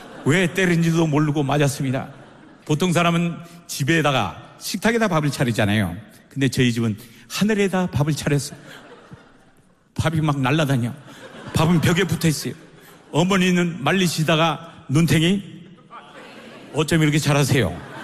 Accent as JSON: {"language": "Korean", "area": "Gageodo", "region": "South Jeolla", "country": "South Korea", "tie": "born or raised there", "moved": "yes", "said": "배를 타고 4시간 가면은 가거도라는 섬이 나와요. 최서남단 가거도 오비의 아들로 태어났습니다."}